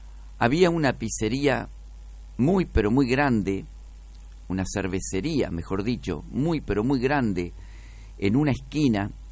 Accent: Uruguay; Nosotros como uruguayos, por apoyar al compatriota, hinchábamos también por Cruzeiro.

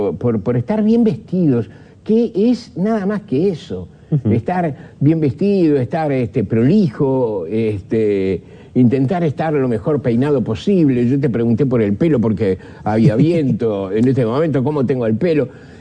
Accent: Uruguay; Somos uruguayos

